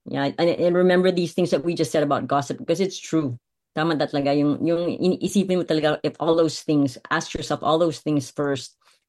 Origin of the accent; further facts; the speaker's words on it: Iloilo City, Western Visayas, Philippines; I'm from a very loud family, like I'm from Iloilo, and my mom's side, they're all very loud.